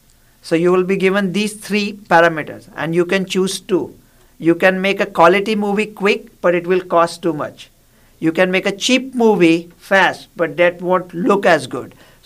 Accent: India; I grew up in India

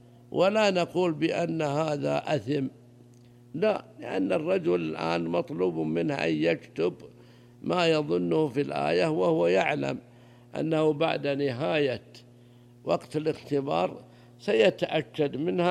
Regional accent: Saudi Arabia

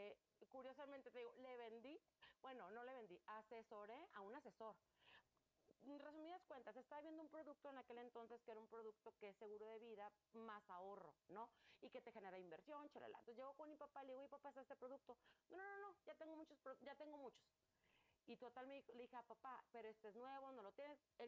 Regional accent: Mazatlán, Sinaloa, Mexico; yo soy de Sinaloa, de Mazatlán.

